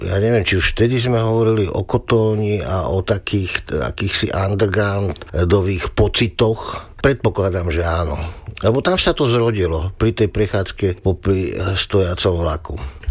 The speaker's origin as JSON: {"language": "Slovak", "town": "Nové Mesto nad Váhom", "region": "Trenčín Region", "country": "Slovakia", "tie": "born there", "said": "vlak zastal paradoxne v Novom meste nad Váhom, čo je moje rodisko."}